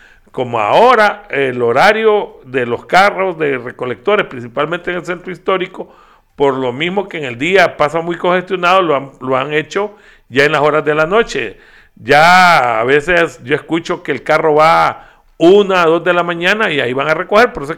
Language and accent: Spanish; Tegucigalpa, Francisco Morazán, Honduras; el centro histórico de Tegucigalpa, en los años que fuimos niños, ahí vivían solo familias